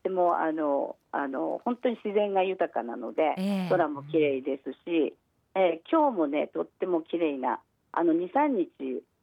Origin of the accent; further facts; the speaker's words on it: Saku, Nagano, Japan; now in Noshiro, Japan; 私のふるさと長野県佐久市もこの共和国に入っているんです。